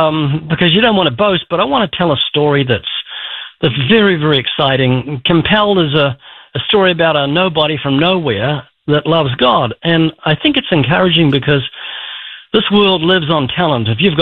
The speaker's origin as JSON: {"language": "English", "country": "New Zealand", "tie": "born there", "said": "I was born twice in New Zealand. Born to my mum was full Jew, so they put Methodist on my birth certificate because I was born in 1949."}